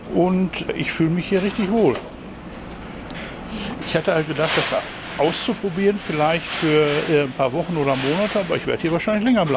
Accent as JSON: {"language": "German", "town": "Dortmund", "region": "North Rhine-Westphalia", "country": "Germany", "tie": "born there", "said": "Ich bin gebürtiger Dortmunder, ja."}